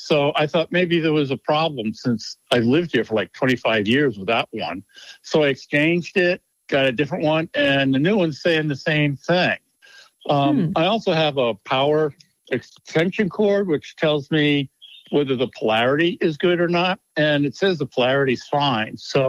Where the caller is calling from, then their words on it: Anchorage, Alaska, United States; I'm calling from Alaska, Anchorage.